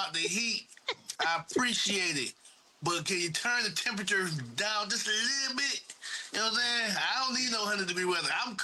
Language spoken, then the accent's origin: English; Ohio, United States